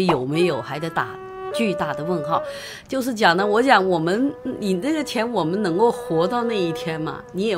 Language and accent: Chinese; Chongqing, China; accent: Chongqing dialect